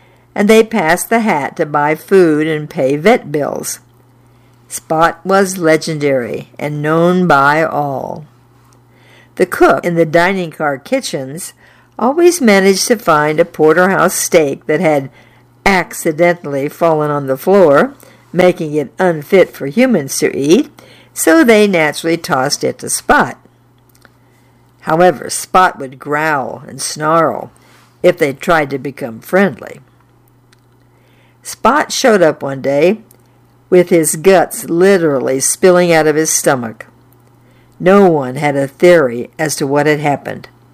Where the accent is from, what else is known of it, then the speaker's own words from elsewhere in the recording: Indiana, United States; And I enjoyed reading this story because I was born and raised in Indiana, and I knew all these towns that were written here